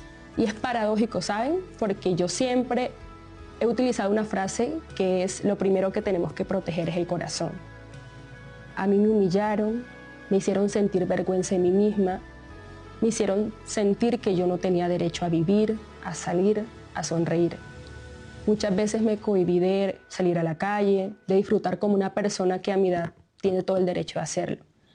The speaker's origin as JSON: {"language": "Spanish", "town": "Agustín Codazzi", "region": "Cesar", "country": "Colombia", "tie": "born or raised there", "said": "Yo soy una pelada de 24 años. Nací en Codazzi, en el Cesar, y hasta fui reina del carnaval de mi pueblo, Paquería. Amo el vallenato y la salsa, para mí compiten. Mi mamá es sucreña"}